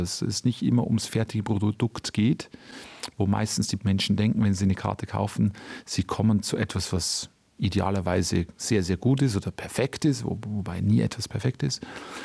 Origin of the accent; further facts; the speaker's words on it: Bavaria, Germany; Ich stamme ja aus Bayern, wie man wahrscheinlich auch hört